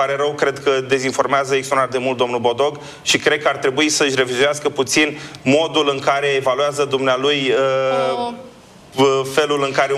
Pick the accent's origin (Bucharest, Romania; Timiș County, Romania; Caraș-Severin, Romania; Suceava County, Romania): Bucharest, Romania; și eu sunt bucureștean